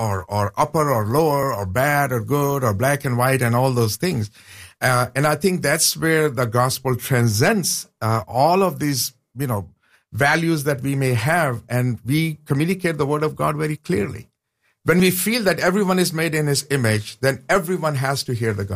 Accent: Pakistan; Sure. Born and raised in Pakistan.

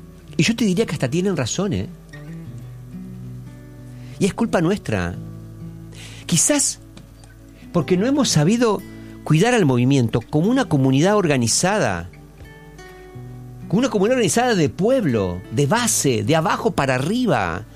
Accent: Argentina; soy un argentino libre que puedo andar por donde quiera.

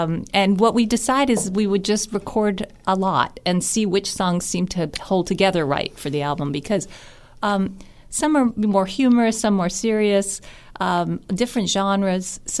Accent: New York City, New York, United States; moved away as an adult; also born or lived in California; now in Pittsburgh, United States; I'm from New York City originally, and via California ended up in Pittsburgh, and have been here for 24 years, I believe, at this point.

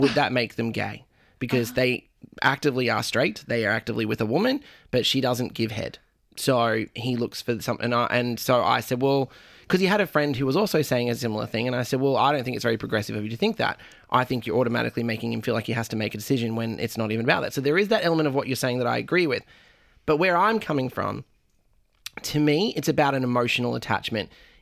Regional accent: Thailand; Yeah. I'm from Thailand. I love it.

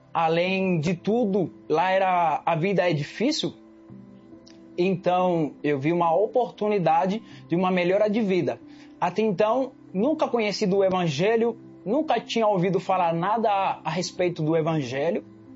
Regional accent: Cuba; born there; Portuguese is a second language; moved away

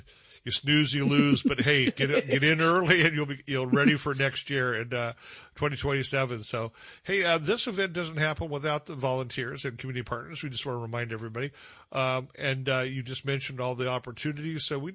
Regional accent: Ireland; Being Irish, so I love the good Irish food down there

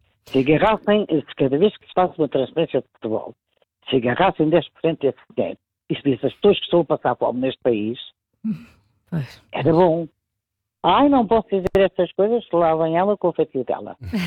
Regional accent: Portugal; born there; Eu amo a minha pátria. É o sítio onde eu nasci, é o sítio onde eu vou morrer.

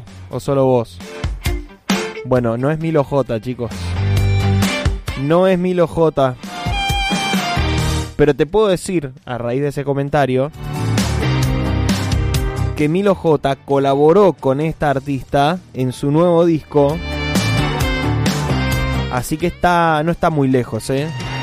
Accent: Mendoza, Argentina; somos mendocinos, nos encanta el folclore.

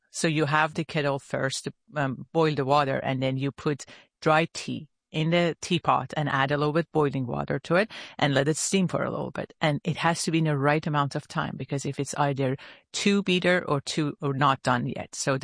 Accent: Tehran, Tehran Province, Iran; English is a second language; moved away as an adult; now in United States; But I was born in Tehran, and I stayed in Tehran and lived there my whole time that I lived in Iran, which I went to college and I came to U.S. afte

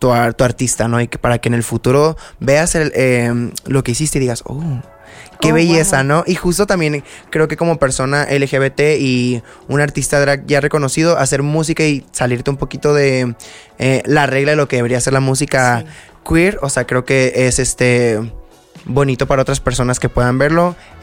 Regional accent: Mexicali, Baja California, Mexico; moved away; yo viniendo desde mi tierrita Mexicali

